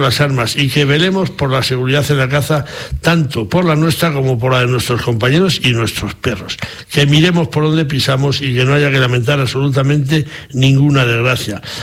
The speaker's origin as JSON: {"language": "Spanish", "town": "Sayago", "region": "Castile and León", "country": "Spain", "said": "como dicen en mi pueblo, en Sayago, no podemos estar en misa y repicando"}